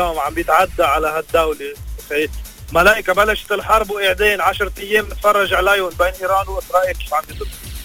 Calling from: Zahle, Beqaa, Lebanon

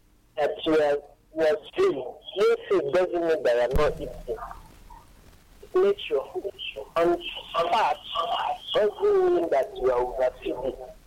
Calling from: Enugu, Enugu State, Nigeria; calling from Enugu.

